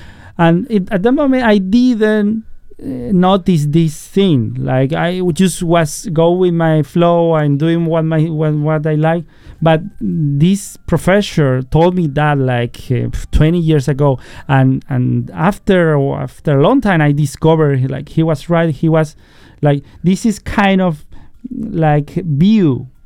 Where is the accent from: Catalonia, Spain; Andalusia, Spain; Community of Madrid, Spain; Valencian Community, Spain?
Andalusia, Spain; Seville; English is a second language; Sure. Yeah, so yeah, I come from South Spain, in a city called Sabelia, Sevilla. Yeah, I recommend you everyone to visit Spain and my hometown, because it's really a special place, very historical place where I was growing up.